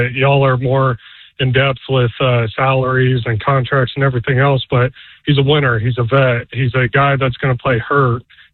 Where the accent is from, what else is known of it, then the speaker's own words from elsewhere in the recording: Atlanta, Georgia, United States; now in Tampa, United States; Hey, I'm an outsider's perspective. I grew up in Atlanta, moved down to Tampa recently.